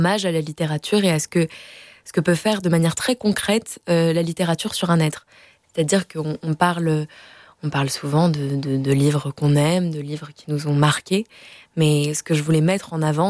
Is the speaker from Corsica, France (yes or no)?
no; Marseille, Provence-Alpes-Côte d'Azur, France; Je suis marseillaise.